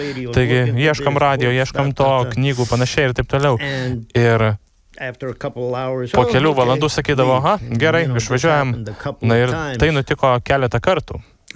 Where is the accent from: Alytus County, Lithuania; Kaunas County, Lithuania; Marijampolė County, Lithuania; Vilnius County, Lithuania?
Marijampolė County, Lithuania; Griškiabūdis; also born or lived in Klaipėda; aš gimiau Klaipėdoje ir 6 mėnesių pradėjau gyventi su močiute Griškiabūdyje, užaugau ūkyje ten